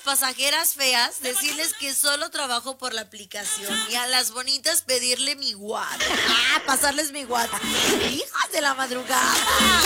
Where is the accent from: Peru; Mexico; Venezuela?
Mexico; somos mañosos, somos mexicanos, somos mañosos.